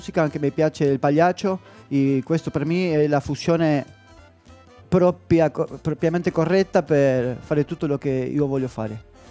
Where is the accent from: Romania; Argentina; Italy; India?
Argentina; Buenos Aires; Italian is a second language